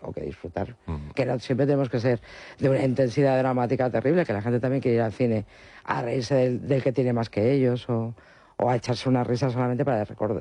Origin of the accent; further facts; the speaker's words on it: Spain; O sea, Los Domingos la entiendo perfectamente porque está en nuestra forma de ser como españoles.